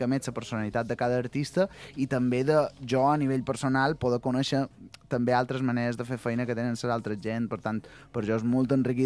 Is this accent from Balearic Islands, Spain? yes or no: yes; Santa Maria del Camí, Balearic Islands, Spain; jo que soc de Santa Maria, tocar per festes pues sempre és una alegria.